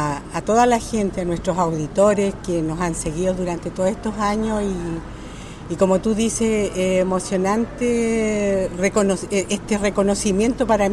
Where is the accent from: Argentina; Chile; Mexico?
Chile; Los Ángeles, Biobío; muy contenta de ser angelina, nacida y criada aquí en Los Ángeles.